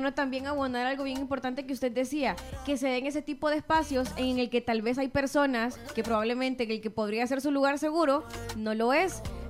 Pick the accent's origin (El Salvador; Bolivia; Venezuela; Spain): El Salvador